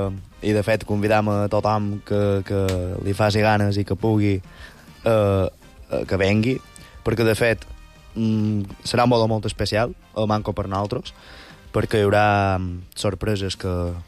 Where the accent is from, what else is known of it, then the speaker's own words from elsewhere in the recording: Artà, Balearic Islands, Spain; No, la història és d'Artà. I jo som d'Artà i és de Sant Cervera.